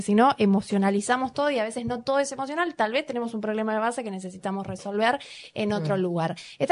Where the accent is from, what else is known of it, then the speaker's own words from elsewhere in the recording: Argentina; somos argentinos